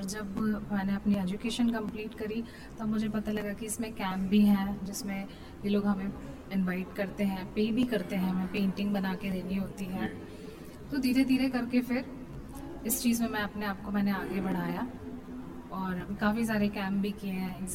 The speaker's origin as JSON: {"language": "Hindi", "town": "Bhopal", "region": "Madhya Pradesh", "country": "India", "said": "और मैं भोपाल से हूँ।"}